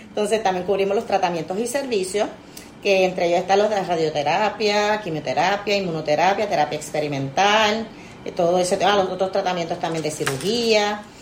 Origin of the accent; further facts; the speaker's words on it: Ponce, Puerto Rico; Pues yo vengo de Ponce.